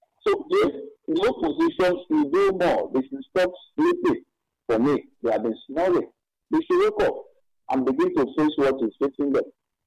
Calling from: Nigeria; I'm calling from Okwadu Nimbo, Zunuzo, one in local government.

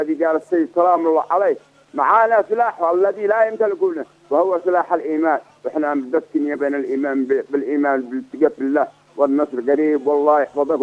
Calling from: Yemen; احنا يمنيين

